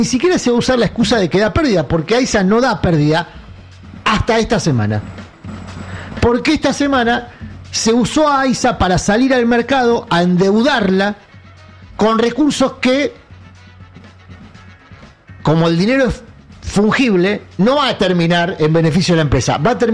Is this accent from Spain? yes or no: no; Argentina; los argentinos, que somos argentinos de bien